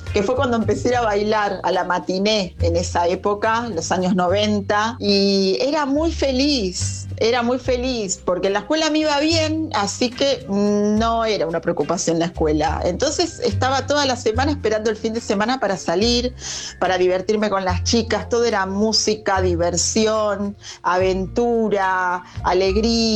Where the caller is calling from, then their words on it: Temperley, Buenos Aires Province, Argentina; Buenas noches … de Temperley.